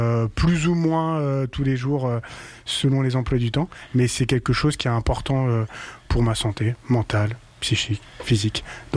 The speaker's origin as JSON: {"language": "French", "country": "France", "tie": "born or raised there", "also_born_or_lived": "Ethiopia / La Chapelle-sur-Erdre, Loire-Atlantique", "said": "Ok, j'ai 36 ans. Donc, je suis né en 1990. Je suis né en Éthiopie, mais j'ai grandi en France depuis l'âge de mes 2 ans."}